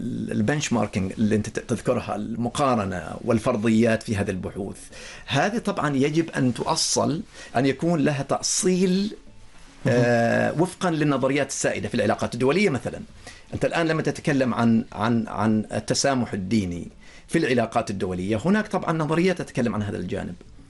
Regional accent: Oman; إحنا كعمانيين في هويتنا كأشخاص متسامحين، متقبلين الآخر، متقبلين للآراء.

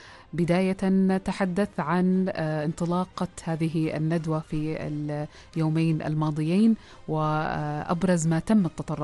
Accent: Oman; عندنا في سلطنة عمان

